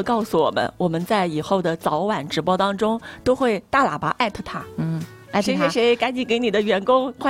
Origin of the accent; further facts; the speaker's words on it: southern China, China; 我们都是南方人嘛，